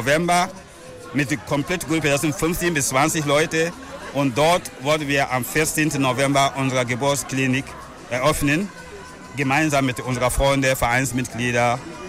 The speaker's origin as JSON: {"language": "German", "town": "Ouaregou", "country": "Burkina Faso", "moved": "yes", "lives_now": "Köln, Germany", "said": "Ich komme ja aus Burkina Faso. Es ist ein Zentrum S von Burkina Faso. Der Ort, Name ist Ouaregou."}